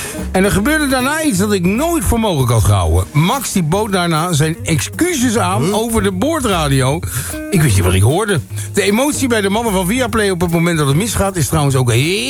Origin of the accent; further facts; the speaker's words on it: The Hague, South Holland, Netherlands; born there; Want dat is toch mijn geboorteplaats.